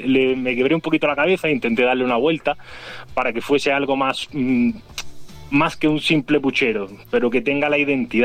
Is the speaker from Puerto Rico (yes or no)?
no; Granada, Andalusia, Spain; Si nosotros somos granadinos